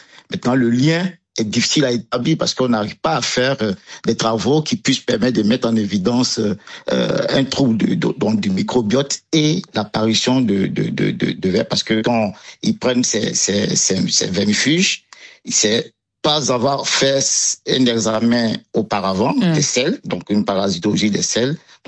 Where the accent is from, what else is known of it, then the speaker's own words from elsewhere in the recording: Côte d’Ivoire; la fièvre typhoïde qui est courante chez nous, en Afrique, aussi en Côte d'Ivoire